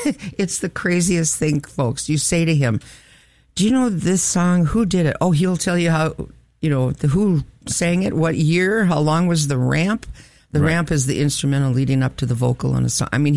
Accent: Alexandria, Minnesota, United States; I was born here and grew up here, and so was my mom.

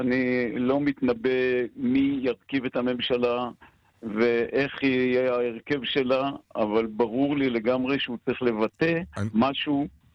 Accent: Ein Gev, Northern District, Israel; now in Golan Heights; אני גדלתי בקיבוץ אינגר. כל ילדותי, רמת הגולן רבצה כפשוטו מעל קיבוץ אינגר

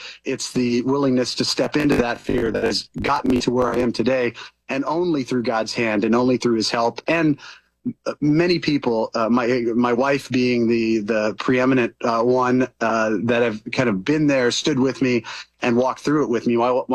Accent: California, United States; moved away; I'm in California, where I grew up in the Sierra Nevada mountains

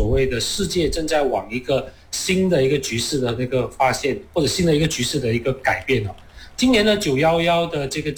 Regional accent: Malaysia; 而且从我们马来西亚人的了解的语境跟西方人了解的语境里面呢

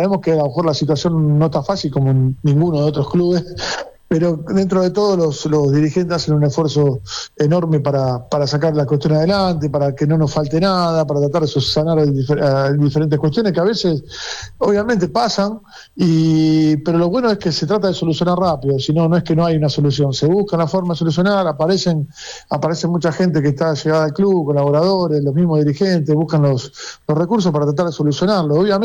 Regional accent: Rosario, Santa Fe, Argentina; allá por mis pagos, yo soy de Rosario.

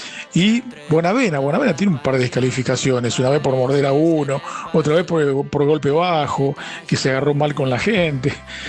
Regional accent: La Matanza, Buenos Aires Province, Argentina

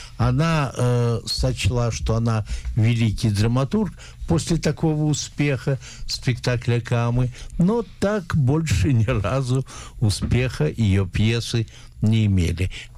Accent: Moscow, Russia; Я внутренне спорил, как москвич, а он петербуржец

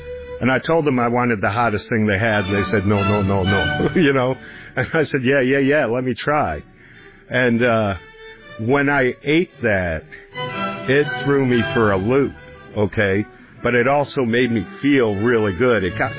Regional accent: New York City, New York, United States; I grew up in New York, and we were fortunate enough to be one of the houses on the block that had a yard. And my mother made beautiful gardens. And that was rare for New York City.

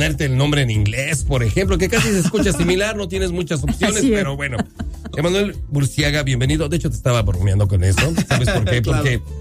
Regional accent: Mexico

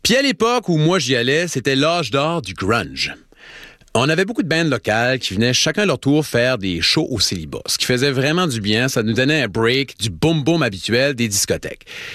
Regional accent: Tracadie-Sheila, New Brunswick, Canada; Moi, je viens de Tracadie-Shaila, au Nouveau-Brunswick. Puis par chez nous, une des activités de prédilection des Tracadies, c'est de faire le up and down, ce qui consiste à faire des allers-retours sur la rue principale.

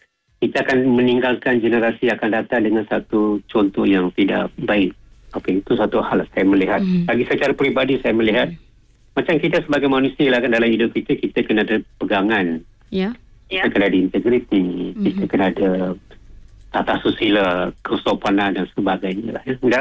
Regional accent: Kluang, Johor, Malaysia; Macam tidak jauh daripada kampung saya di Keluang, jiran. Saya orang Keluang kan.

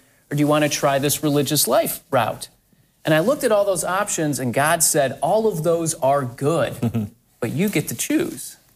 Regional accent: Toledo, Ohio, United States; born there; I'm from Toledo. I went to St. Francis.

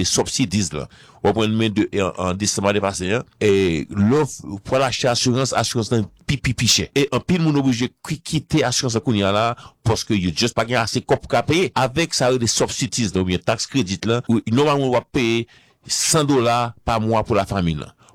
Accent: Haiti; now in United States; Ici aux États-Unis, et qu'on est haïtien, on met les chercheurs volontaires qui contribuent avec Bataille Savannah.

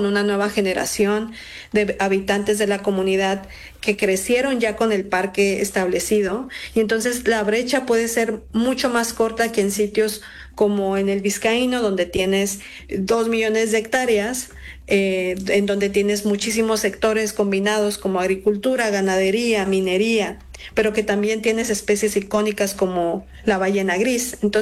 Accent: Mexicali, Baja California, Mexico; yo soy de Mexicali

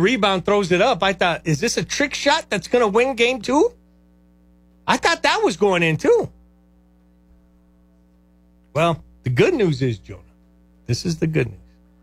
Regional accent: New York, United States; Well, I'm from New York.

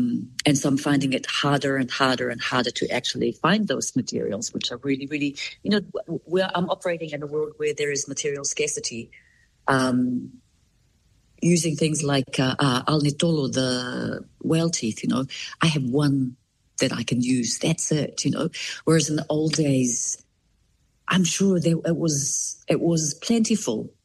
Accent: Rotuma, Fiji; born there; moved away; also born or lived in Aotearoa, New Zealand; I was taken back to Rotuma, and I had my first birthday there and my 13th birthday there. So those first formative years of my childhood was being brought up in Rotuma, watching my elders basically live Rotuma, and be Polynesian.

